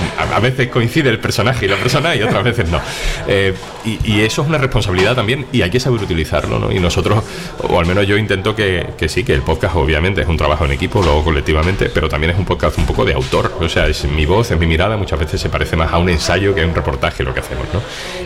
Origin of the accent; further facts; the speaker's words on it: Valencina de la Concepción, Andalusia, Spain; yo empecé en la radio de mi pueblo, en Valencina, en Radio Cama también. Y desde entonces, con 14, 15, 16, 17 años